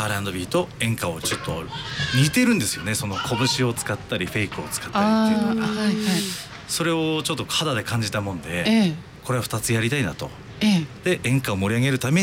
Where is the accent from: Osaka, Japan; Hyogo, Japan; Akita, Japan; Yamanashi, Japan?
Akita, Japan; Daisen; moved away as an adult; now in Omiya, Saitama, Japan; 自分 の地元秋田の大仙市っていう花火の大曲りなんですけれども、結構住みやすいところなんですよ、のほほんとして、人は焦ってないので、